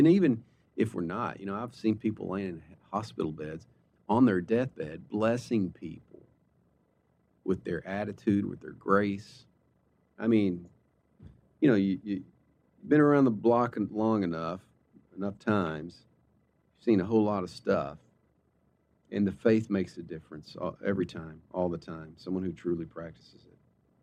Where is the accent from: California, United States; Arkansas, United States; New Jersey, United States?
Arkansas, United States; I'm from Arkansas.